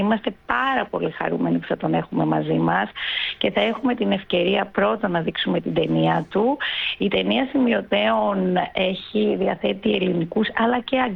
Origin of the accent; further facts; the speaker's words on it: Thessaloniki, Central Macedonia, Greece; γιατί είμαι Θεσσαλονικιά, που διατηρώ εξοχική κατοικία στο νησί.